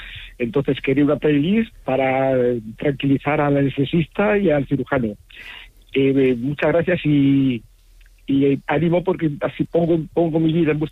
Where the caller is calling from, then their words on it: Madrid, Community of Madrid, Spain; de Madrid.